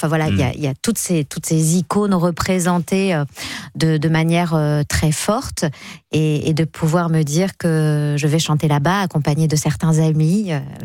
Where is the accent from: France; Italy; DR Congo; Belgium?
France; Paris, Île-de-France; c'est un peu mon coin, je suis une vraie parisienne